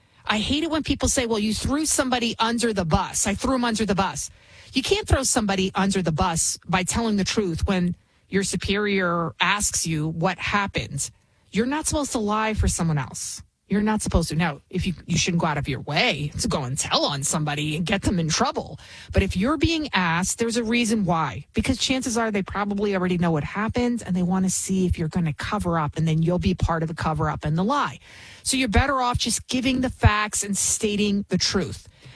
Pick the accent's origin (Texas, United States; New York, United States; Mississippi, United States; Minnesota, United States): New York, United States; Bronx; accent: Bronx; English is a second language